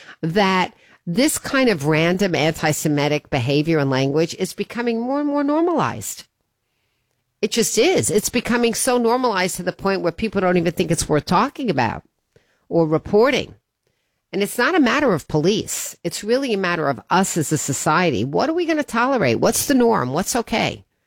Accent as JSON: {"language": "English", "town": "Woodmere", "region": "New York", "country": "United States", "tie": "born or raised there", "moved": "yes", "lives_now": "Westport, United States", "said": "also from my hometown, from Woodmere"}